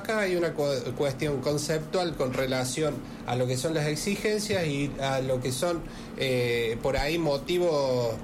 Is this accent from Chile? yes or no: no; Argentina